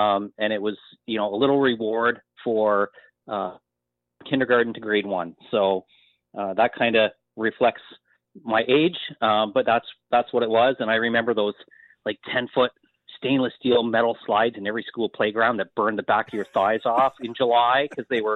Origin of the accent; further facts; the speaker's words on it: Wallaceburg, Ontario, Canada; and I grew up in Wallaceburg down, further towards the St. Clair River.